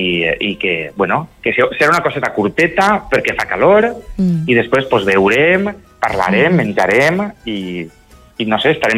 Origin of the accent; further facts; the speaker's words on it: Meliana, Valencian Community, Spain; jo vivia a Meliana, soc de Meliana, com saps, i allí hi havia un grupet